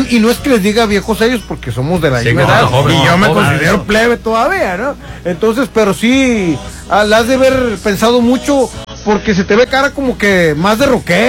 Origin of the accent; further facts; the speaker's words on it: Culiacán, Sinaloa, Mexico; Y somos de Culiacán.